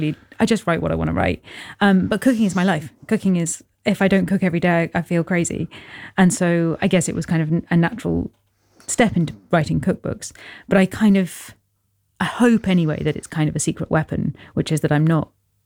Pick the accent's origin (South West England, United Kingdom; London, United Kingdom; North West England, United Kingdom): London, United Kingdom; born there; So when I came back to London, I was born in London and came back here by myself when I was 18.